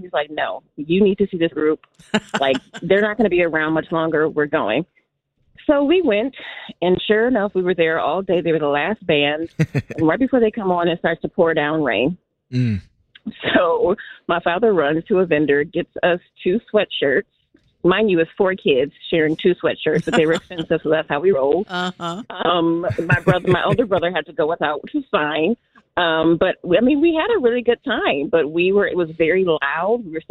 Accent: Detroit, Michigan, United States; now in Berwyn, United States; So I live here in Berwyn now, but I'm from Detroit. And when I was a little girl, there was this thing that came to Detroit every year

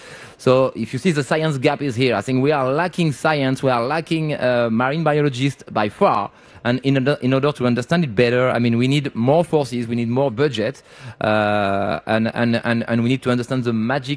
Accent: France; I come from France, and I was in Civit. I come from France.

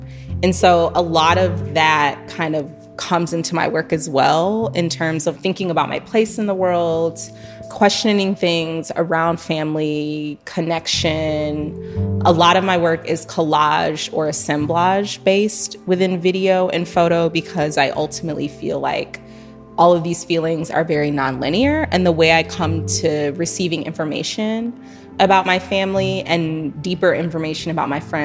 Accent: Illinois, United States; also born or lived in Chicago; I was born in Chicago. I grew up in the Northwest suburbs

